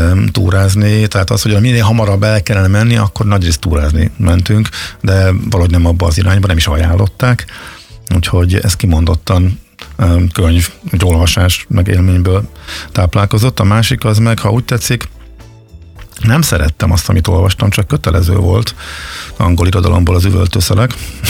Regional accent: Zalaegerszeg, Zala, Hungary; ez a Zalaegerszegen nőttem föl, és onnantól kezdve volt ez egy nagy vágy

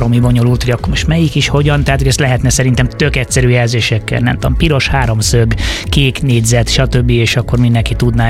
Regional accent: England, United Kingdom; legalábbis én Angliában nőttem föl, ott arra használták, hogy edukálják az embereket ilyen témákban.

